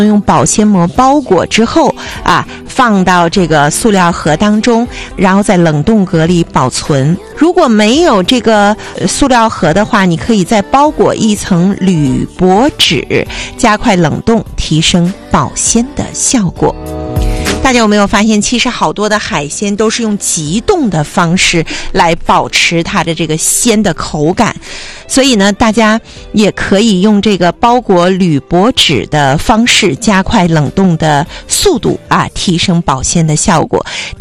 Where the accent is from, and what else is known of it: Changchun, Jilin, China